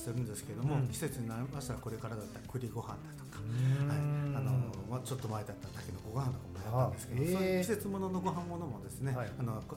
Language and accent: Japanese; Ibaraki, Osaka, Japan; also born or lived in Nishinomiya; 出身は大阪の茨城市というところで小学校5年生までいてました。